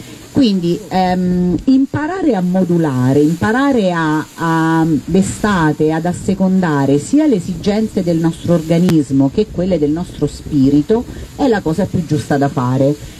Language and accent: Italian; Apulia, Italy